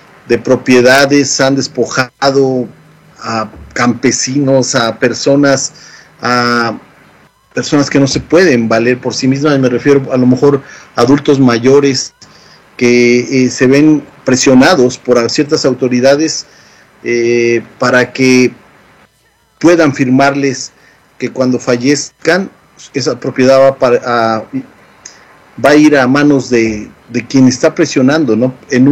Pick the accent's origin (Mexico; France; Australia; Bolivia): Mexico; voy a hablar como mexicano